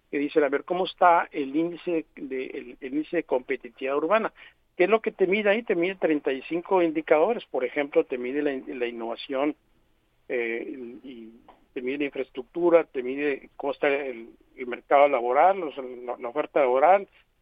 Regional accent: Guaymas, Sonora, Mexico; Yo soy de Guaymas, viví muy poco en Guaymas, pero yo recuerdo de niño... el agua de la llave era agua desalinizada

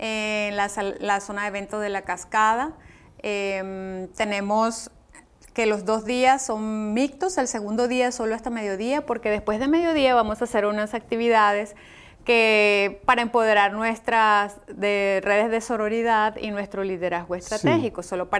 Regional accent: Venezuela; now in Mexico; Soy venezolana, pero sí. soy mexicana ya, por naturalización.

